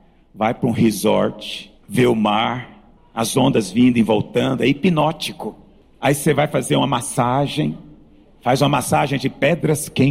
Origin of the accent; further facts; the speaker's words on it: Goiás, Brazil; moved away; Lá em Goiás a gente passa pedra para arear a panela.